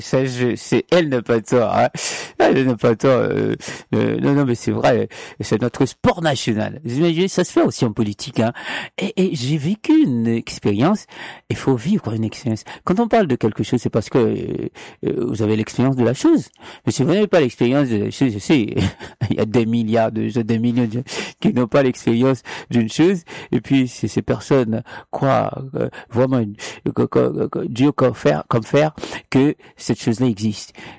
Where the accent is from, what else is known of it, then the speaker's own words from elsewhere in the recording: Jacmel, Sud-Est, Haiti; born there; il a été enterré à Jacmel, hein, dans ma ville natale.